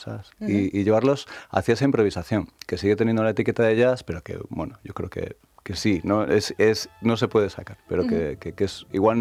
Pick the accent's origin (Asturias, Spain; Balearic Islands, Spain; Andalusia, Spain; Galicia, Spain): Galicia, Spain; moved away; Que he hecho una muga desde que salí de Galicia y que estoy viviendo aquí.